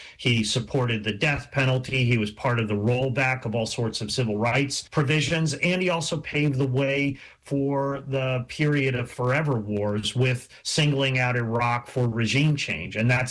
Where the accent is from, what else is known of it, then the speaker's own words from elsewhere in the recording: Schenectady, New York, United States; where I grew up in Schenectady, New York, that have had their lives wrecked by plant relocation, replacement of workers by machines with robotics, and by globalization.